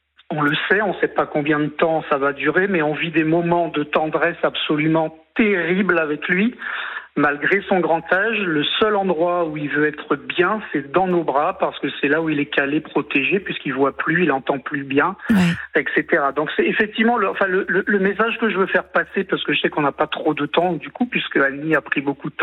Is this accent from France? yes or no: yes; France; Moi je suis originaire de Martinique et Guyane française.